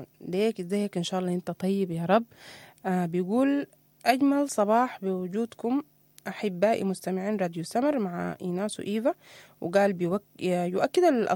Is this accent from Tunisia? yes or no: no; Sudan